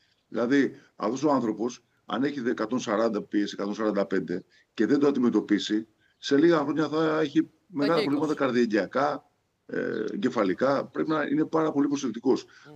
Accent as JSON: {"language": "Greek", "town": "Kalamata", "region": "Peloponnese", "country": "Greece", "said": "Στην Καλάματα είμαι εδώ, έχουμε ένα συνέδριο και είχαμε εδώ. Είμαι από Καλάματα σας."}